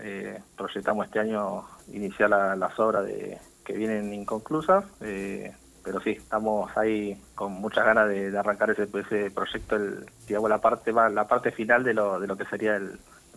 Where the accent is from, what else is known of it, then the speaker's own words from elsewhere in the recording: Buenos Aires Province, Argentina; nosotros ya somos los hijos de esa, esa migración que vino de Bolivia, justamente por el tema laboral, y todas esas cosas. Hoy en día ya la mayoría de los que estamos acá en Pilar o en Argentina, ya somos, digamos, residentes, nacidos y criados acá en Buenos Aires